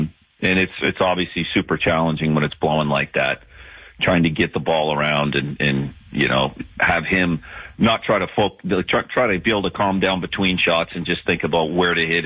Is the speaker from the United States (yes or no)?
no; United Kingdom; I'm British.